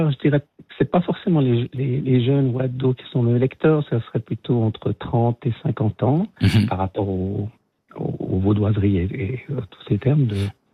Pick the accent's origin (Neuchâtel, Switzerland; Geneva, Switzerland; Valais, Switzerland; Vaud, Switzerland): Vaud, Switzerland; Les vaudoiseries, puisque je suis vaudois d'origine, donc, et que je l'ai fait aussi par rapport à... j'habite à la campagne